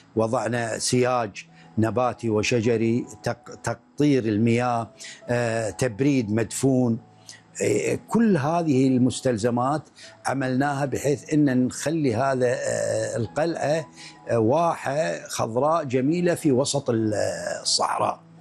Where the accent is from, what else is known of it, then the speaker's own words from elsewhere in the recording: Kuwait; ووجود خبراء وكبار في مجال المعالجات الطب البديل عندنا في الكويت